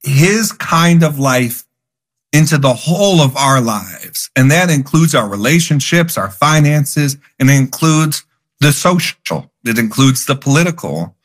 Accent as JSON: {"language": "English", "town": "Buffalo", "region": "New York", "country": "United States", "tie": "born or raised there", "said": "So I grew up in Buffalo, New York"}